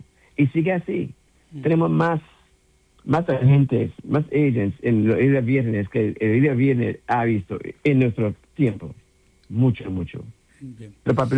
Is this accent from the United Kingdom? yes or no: yes; England, United Kingdom; Spanish is a second language; Perdón por mi español, porque ya sabes, yo soy inglés, pero todavía...